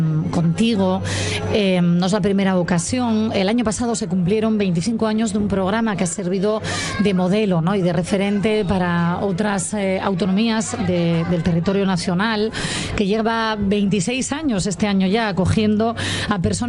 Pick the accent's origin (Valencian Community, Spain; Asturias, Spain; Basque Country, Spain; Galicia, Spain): Asturias, Spain; quienes hemos nacido y crecido en Asturias